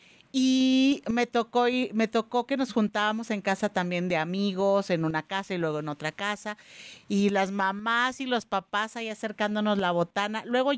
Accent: Mexico; somos los mexicanos de que para todo queremos sacar una carnita asada

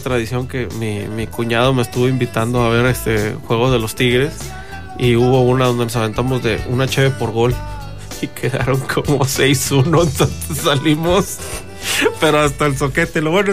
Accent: Mexico

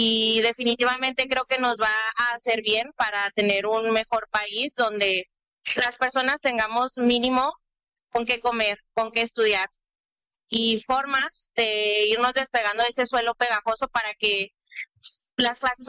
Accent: Mexico; Creo que es bien importante que como mexicanos y mexicanas no veamos esto como una concesión

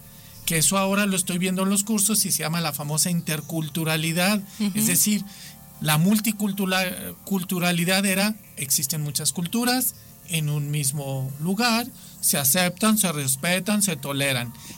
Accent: Mexico; yo, siendo mexicano, no estoy conociendo esto

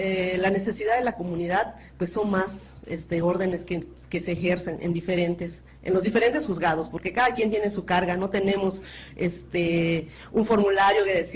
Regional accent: San Vicente Cumpich, Campeche, Mexico; also born or lived in Hecelchakán; yo soy originaria de San Vicente Cumpich, pero pues por digamos jurisdicción le pertenecemos a Selchacán, y pues ahí nací en Selchacán

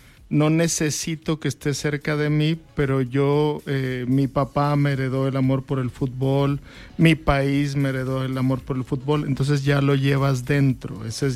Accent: Mexico; yo me siento mexicano

